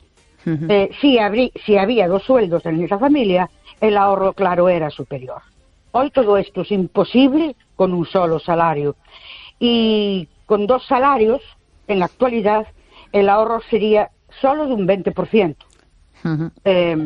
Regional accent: Ourense, Galicia, Spain; Buenas noches … de Ourense.

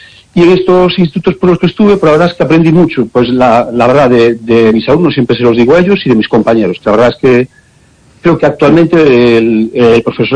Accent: Lugo, Galicia, Spain; born there; Sí, yo nací en Lugo, sí, sí.

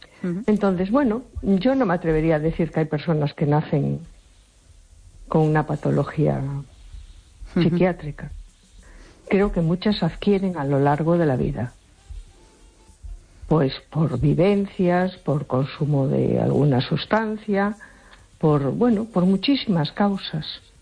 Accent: A Coruña, Galicia, Spain

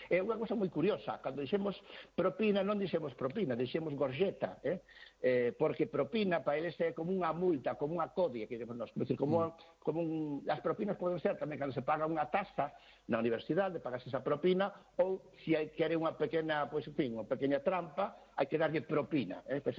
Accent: Galicia, Spain

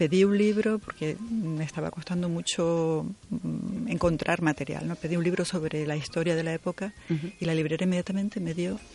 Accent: Canary Islands, Spain; De la isla de Gran Canaria.

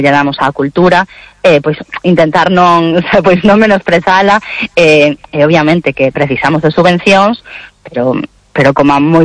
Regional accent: Galicia, Spain; claro, a ver, nós tamén somos creadoras galegas, co cal sempre a nosa visión facemos dende a nosa idiosincrasia

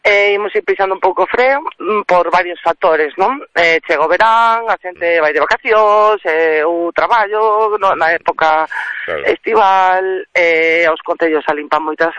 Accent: A Coruña, Galicia, Spain; eu son coruñesa, a celebración nas praias sempre se fixo, pero con responsabilidade.

